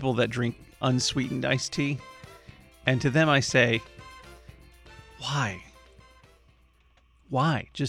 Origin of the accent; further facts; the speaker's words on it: the South, United States; I love growing up in the South, enjoying sweet tea, but it has done a number on my teeth